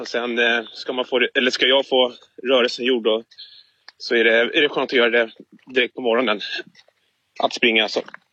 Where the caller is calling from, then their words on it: Sollentuna, Stockholm County, Sweden; Jag kommer från Sollentuna också